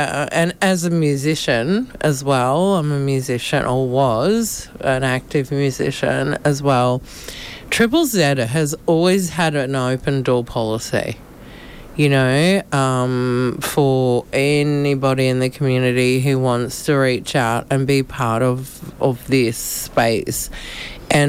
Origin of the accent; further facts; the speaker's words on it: Brisbane, Queensland, Australia; I grew up in and around the queer community. So I grew up on New Farm, East Brisbane.